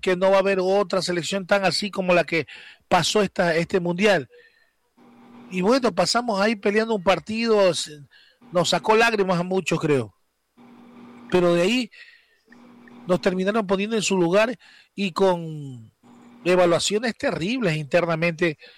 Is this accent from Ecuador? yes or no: yes; Ecuador